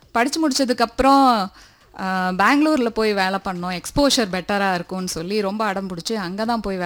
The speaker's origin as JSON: {"language": "Tamil", "town": "Coimbatore", "region": "Tamil Nadu", "country": "India", "tie": "born or raised there", "said": "நான் பிறந்து வளர்ந்ததெல்லாம் கோயம்புத்தூர்."}